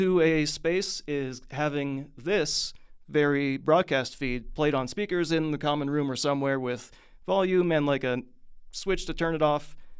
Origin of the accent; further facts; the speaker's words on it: Tulsa, Oklahoma, United States; another underground indie rock band, this time from my hometown of Tulsa, Oklahoma.